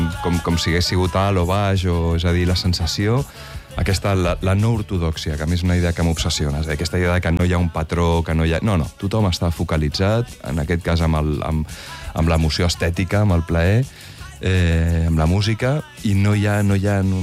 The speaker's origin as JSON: {"language": "Catalan", "town": "Barcelona", "region": "Catalonia", "country": "Spain", "said": "com a barceloní"}